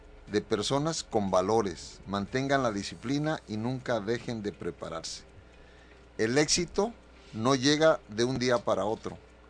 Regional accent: Acapulco, Guerrero, Mexico; Soy nativo de Acapulco, de una familia totalmente nativa

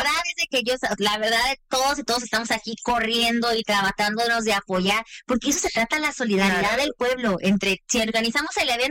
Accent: Ciudad Juárez, Chihuahua, Mexico; yo soy de Juárez, en muchas ocasiones nos han dicho y me han dicho ese tipo de cosas

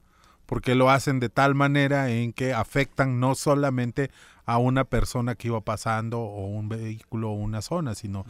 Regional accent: Mexico; Estos hombres que somos los mexicanos, pero además ahora con la visita de otros países, ¿no?

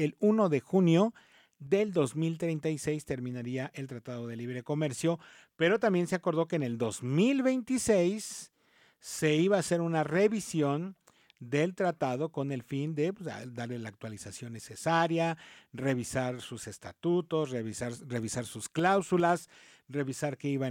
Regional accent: Mexico; Y así somos los mexicanos también

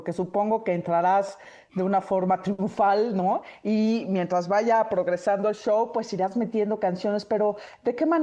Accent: Mexico City, Mexico; sobre todo los que somos chilangos, como dices

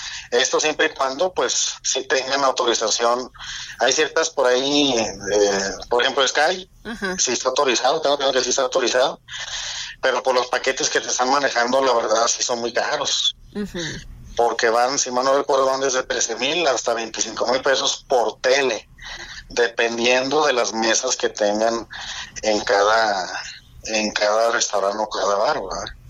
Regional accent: Mexico; yo siento que en lo general, somos mexicanos, la verdad nos gusta el fútbol.

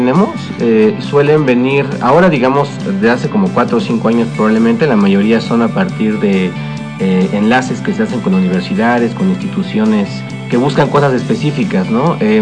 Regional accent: Oaxaca, Mexico; born there; moved away as an adult; also born or lived in Mexico City; now in Taxco, Mexico; yo no nací en la ciudad en la que ahora vivo y que me ha recibido también. Yo nací en Oaxaca, precisamente el estado vecino aquí de Guerrero. Por azares de la vida, como pasan muchas cosas, llegué a estudiar a la Ciudad de México

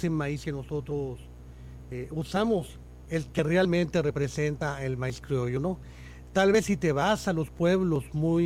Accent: Mexico

